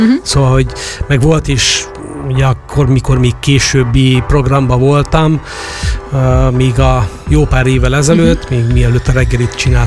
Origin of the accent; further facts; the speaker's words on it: Oradea, Bihor, Romania; szerintem mi Váradiak, Várad környéke, Bihar megyei szerencsések is vagyunk